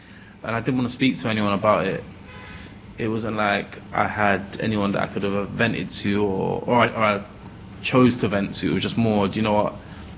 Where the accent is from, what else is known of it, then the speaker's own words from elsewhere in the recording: London, United Kingdom; to see how privileged you are to have been growing up in London. So my granddad was like, yeah, cool, you're going to ship you back to Guyana.